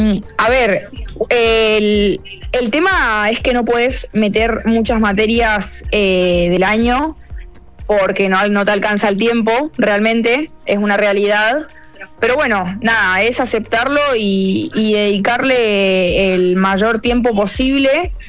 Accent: Mendoza, Argentina; now in Buenos Aires, Argentina; mi casa, donde yo nací

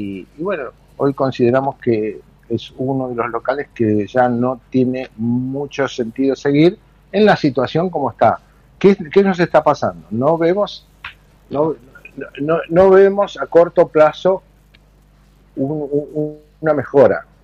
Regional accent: Bahía Blanca, Buenos Aires Province, Argentina; yo soy de Bahía, así que decidí venir a instalarme por completo acá a Bahía Blanca, nunca descuidé el local de Punta Alta

